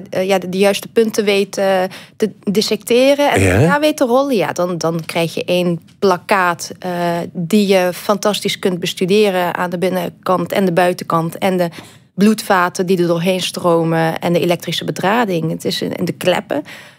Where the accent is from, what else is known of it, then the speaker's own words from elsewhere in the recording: Roermond, Limburg, Netherlands; also born or lived in Maastricht / Rotterdam / Hasselt; Ja, ik ben in Roermond opgegroeid, in Maastricht gestudeerd en vervolgens in Rotterdam en in Hasselt gaan werken.